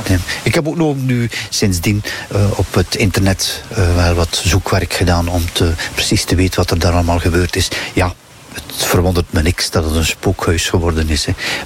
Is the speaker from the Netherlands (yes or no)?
no; Bruges, Flanders, Belgium; born there; moved away; Toen ik nog in Brugge woonde